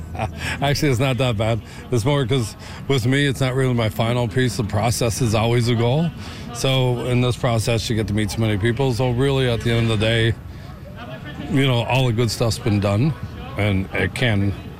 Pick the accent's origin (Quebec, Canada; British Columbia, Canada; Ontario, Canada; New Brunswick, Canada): New Brunswick, Canada; Miramichi; I'm from Miramichi, and I've been in art for probably about 30 years